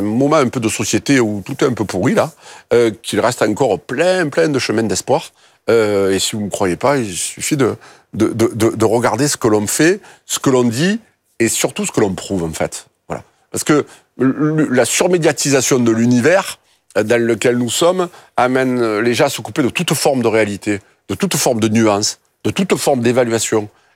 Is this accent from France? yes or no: yes; Marseille, Provence-Alpes-Côte d'Azur, France; mon accent, c'est un peu l'ail. Mais en fait, c'est d'où je viens, c'est mon histoire, en fait.